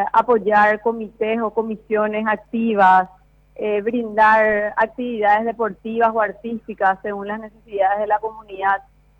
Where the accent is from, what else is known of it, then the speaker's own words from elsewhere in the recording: Asunción, Paraguay; Yo soy de Asunción.